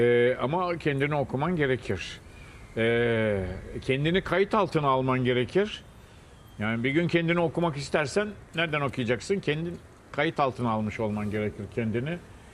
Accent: Istanbul, Turkey; also born or lived in Fatsa; Hayır, ben doğma büyüme İstanbul'uyum. Modalıyım ben ya.

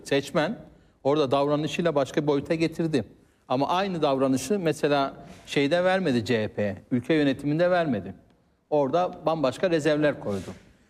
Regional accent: Adıyaman, Turkey; benim memleketim Adıyaman'da.

